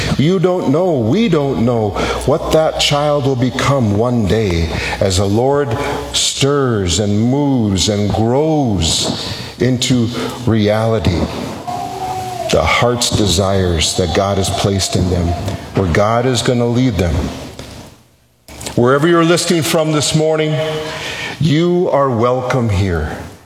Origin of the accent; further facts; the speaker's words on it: Minnesota, United States; now in Nome, United States; I grew up in Minnesota.